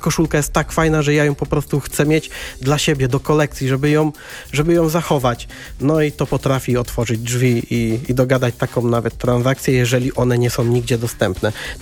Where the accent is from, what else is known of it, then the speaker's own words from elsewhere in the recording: Konin, Greater Poland Voivodeship, Poland; koszulkę Górnika Konin na urodziny z mojego rodzinnego miasta.